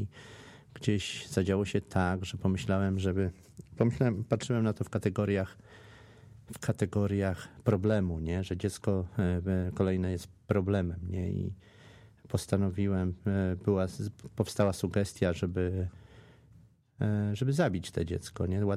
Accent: Warsaw, Masovian Voivodeship, Poland; wychowałem się na warszawskiej Pradze, nie?

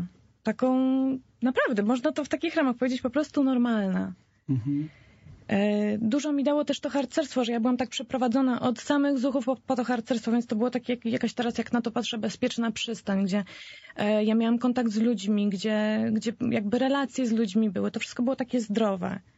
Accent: Warsaw, Masovian Voivodeship, Poland; Pochodzę z Warszawy. W domu została mi przekazana wiara, natomiast nie żywa wiara, ale taka tradycyjna

